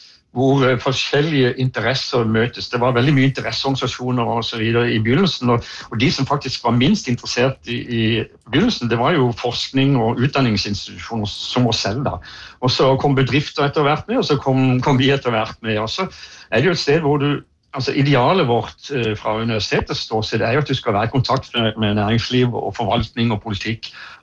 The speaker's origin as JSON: {"language": "Norwegian", "town": "Kristiansand", "region": "Agder", "country": "Norway", "said": "Jeg kommer jo fra Kristiansand"}